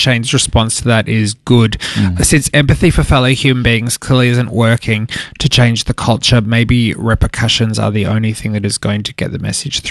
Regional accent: Adelaide, South Australia, Australia; I am originally from South Australia and I grew up most of my time in Adelaide. My family is still back there.

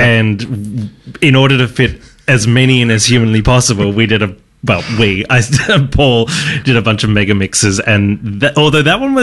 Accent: Geelong, Victoria, Australia; now in Melbourne, Australia; I was I grew up in Geelong, but I was sort of newish to Melbourne

